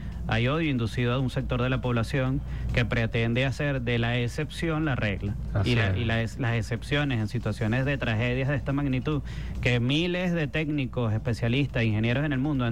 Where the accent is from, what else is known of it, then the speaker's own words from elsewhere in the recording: Venezuela; yo tengo que usar la lógica